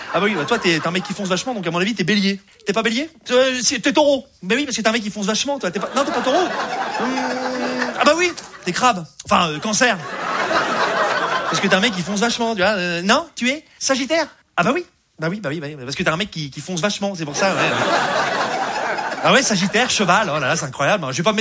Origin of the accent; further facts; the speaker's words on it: Rouen, Normandy, France; je viens de Rouen, voilà, je vous le dis, hein. Je sais pas si vous connaissez un peu Rouen, c'est la Normandie, voilà.